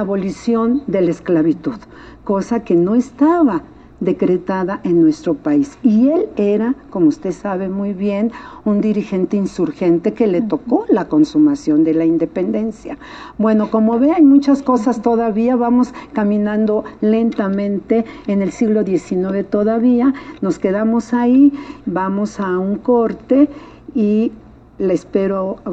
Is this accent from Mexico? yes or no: yes; Mexico